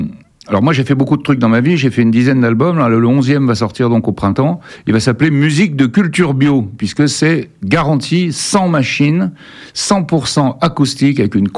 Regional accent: Paris, Île-de-France, France; now in Dordogne, France; Bon, donc je suis un Parisien expatrié dans le Sud-Ouest

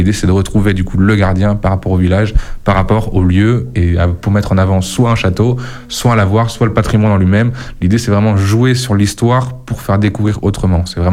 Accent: Tours, Centre-Val de Loire, France; born there; moved away as an adult; now in Périgord, France; Non, lycée public à François Rabelais, à Tours.

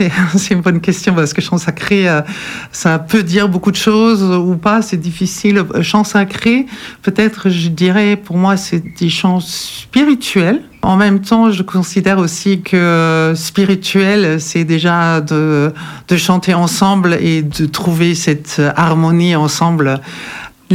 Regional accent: Germany; French is a second language; now in Dordogne, France

